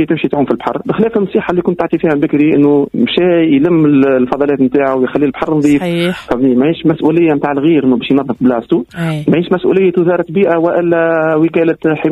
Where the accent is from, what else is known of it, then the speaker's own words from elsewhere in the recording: Tunisia; نحن عندنا في تونس